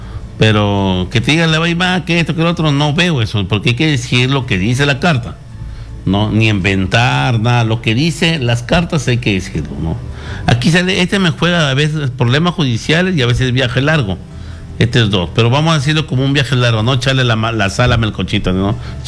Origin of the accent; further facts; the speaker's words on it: Catacaos, Piura, Peru; also born or lived in Huaringas, Huancabamba; soy de las Guaringas de Huancabamba, criado en Catacaos, Piura